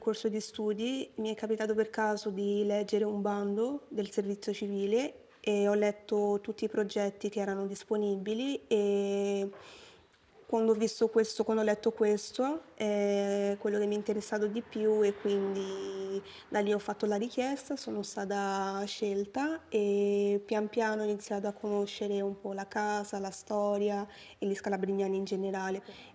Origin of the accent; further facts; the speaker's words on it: São Paulo, Brazil; Italian is a second language; now in Italy; Sono nata e cresciuta in Brasile, a San Paolo.